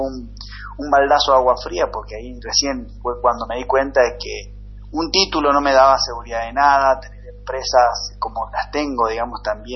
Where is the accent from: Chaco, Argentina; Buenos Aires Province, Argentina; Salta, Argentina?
Chaco, Argentina; Machagai; yo soy de Manchagay